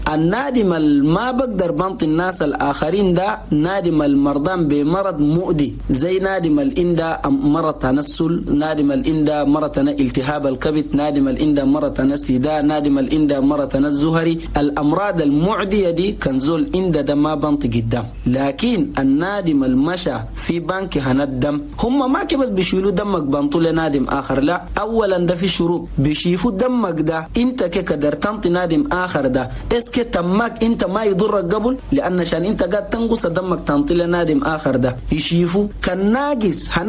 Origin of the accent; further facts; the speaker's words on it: Chad; نقول لأخواننا المواطنين جميعا في بلدنا تشاد